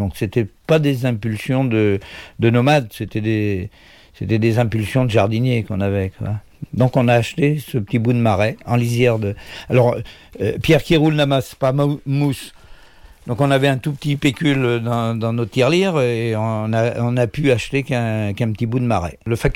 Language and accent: French; Saint-Lyphard, Pays de la Loire, France; born there; accent: gouaille des Nazairiens; also born or lived in Saint-Nazaire; je suis né en Brière en 1945. Mais de parents réfugiés, c'est-à-dire la ville a été détruite en 43 pendant la guerre, et les gens se repliaient là où ils pouvaient, donc ils se sont repliés à la campagne, et voilà, moi je suis pour rien, je suis né à Saint-Liffard.